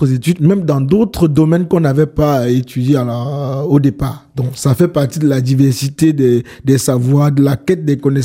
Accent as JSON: {"language": "French", "region": "West", "country": "Cameroon", "said": "je viens de l'Afrique, principalement du Cameroun à l'ouest, oui. Au pays Bamileke, comme on nous appelle souvent."}